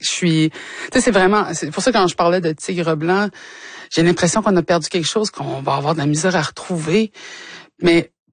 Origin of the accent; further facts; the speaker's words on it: Montreal, Quebec, Canada; la communauté d'où je suis à Montréal.